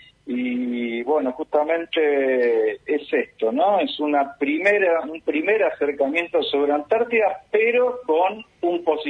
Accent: Patagonia, Argentina; como patagónicos y como argentinos, la iniciativa de Andrés realmente es muy, muy bienvenida

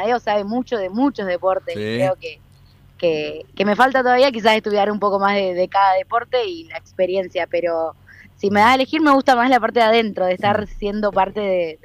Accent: Concordia, Entre Ríos, Argentina; now in Rosario, Argentina; mis amigos rosarinos me dicen que todo el tiempo hablo de Concordia, de Entre Ríos, y sí, es verdad, soy orgullosamente entrerriana y concordiense.

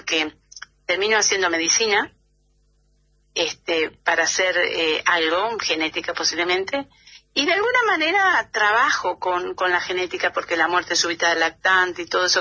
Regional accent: Trenque Lauquen, Buenos Aires Province, Argentina; Yo soy de Trenquelauquen, que en la provincia de Buenos Aires, y un pueblito más chiquito que se llama América, Rivadavia.

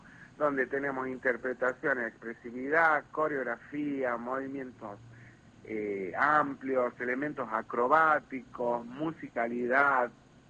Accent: La Rioja, Argentina; nosotros en La Rioja la tenemos.

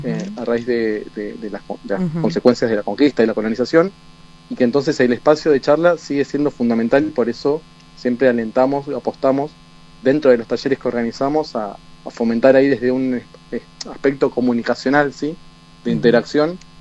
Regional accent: Carlos Casares, Buenos Aires Province, Argentina; moved away as an adult; now in La Plata, Argentina; Yo no soy de La Plata, sino que soy de un pueblo del interior de la provincia de Buenos Aires, que se llama Carlos Casares, que en su momento también fue una zona de fuertes y fortines

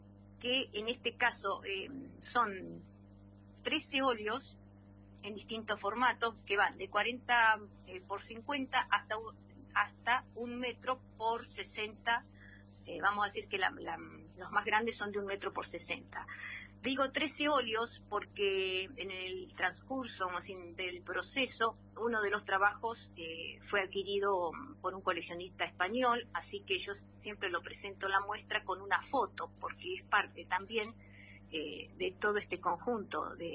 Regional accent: Santa Rosa, La Pampa, Argentina; now in Ataliba Roca, Argentina; yo debía la visita a mi pueblo, es decir, yo soy santarroseña, pero hace más de 30 años que vivo en Ataliba Roca. Estamos a 45 kilómetros al sur de la ciudad capital.

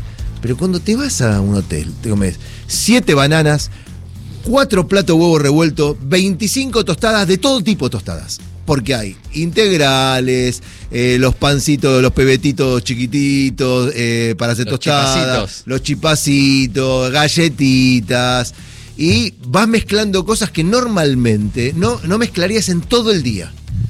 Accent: Argentina; Y después porque somos argentinos.

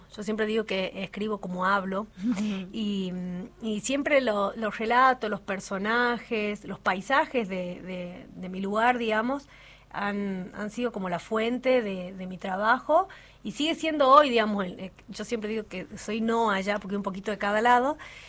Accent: Frías, Santiago del Estero, Argentina; Yo nací en Frías y viví toda la vida en Frías.

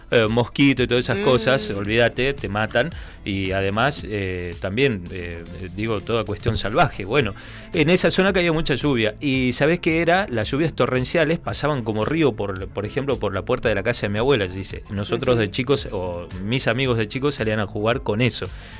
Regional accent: Jujuy, Argentina; moved away; yo vengo de una zona, es presuelo selvático donde yo nací. Las Yungas

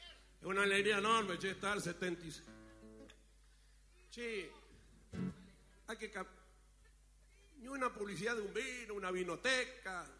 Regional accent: San Justo, Argentina; soy de San Justo

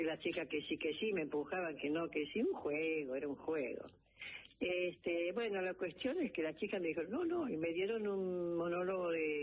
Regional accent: Villa Ballester, Buenos Aires Province, Argentina; born there; Yo nací en Buenos Aires.

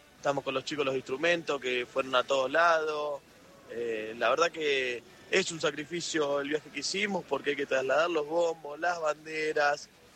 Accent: Azul, Buenos Aires Province, Argentina; now in Buenos Aires, Argentina; soy de Azul, hace varios años que vivo ya en Capital igual.

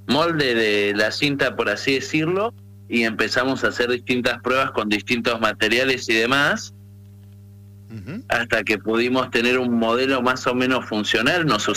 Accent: Mar del Plata, Buenos Aires Province, Argentina; Tengan en cuenta que nosotros dos somos de Mar del Plata

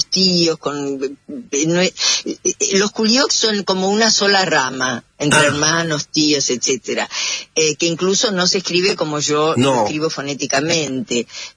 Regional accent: Buenos Aires, Argentina; born or raised there

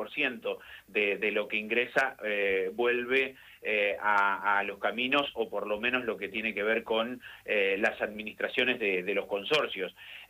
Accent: Lincoln, Buenos Aires Province, Argentina; moved away; voy para mi pueblo, que el partido de Lincoln, que atraviesa ya Carlos Tejedor también

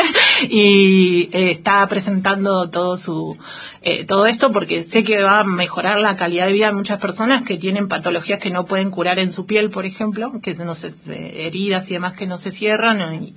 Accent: Argentina; nosotros como argentinos tenemos la ley de parto respetado

